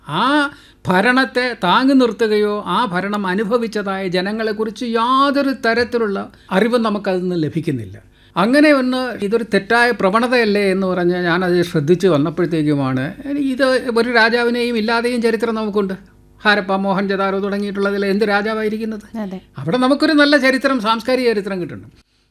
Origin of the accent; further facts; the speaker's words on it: Kerala, India; അപ്പോൾ അത്തരം ഒരു സംഘത്തിൽ മലയാളി എന്ന നിലയിൽ ഞാൻ ഉൾപ്പെട്ട് നിൽക്കുകയാണ്.